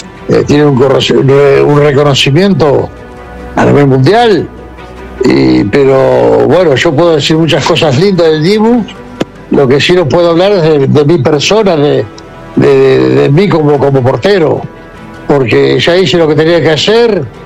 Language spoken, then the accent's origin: Spanish; Argentina; Y todos los partidos que ha hecho en la clasificación de Qatar acá, a mí como argentino me ha representado.